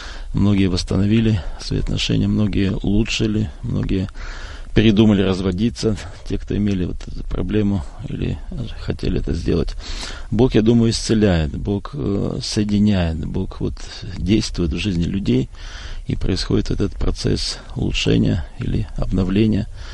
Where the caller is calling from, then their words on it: Omsk, Omsk Oblast, Russia; мы приехали из России, здесь находимся в гостях, и мы живем в самом сердце, в самом центре России, в Сибири, в городе Омске.